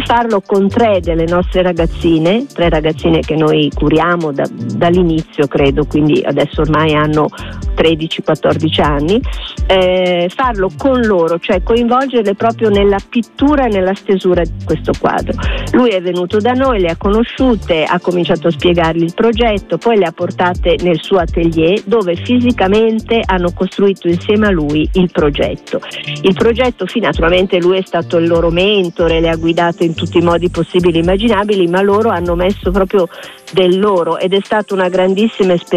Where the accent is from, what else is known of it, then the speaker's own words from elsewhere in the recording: Milan, Lombardy, Italy; io sono milanese